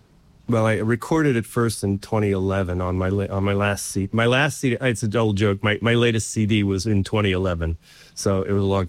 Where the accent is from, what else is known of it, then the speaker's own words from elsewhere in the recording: Winchester, Virginia, United States; also born or lived in Brooklyn / Long Island; I was born in Brooklyn. I lived there first couple of years of my life. Then we moved to Long Island for like first few years of grade school. Then we moved to Winchester, Virginia, which is where I kind of grew up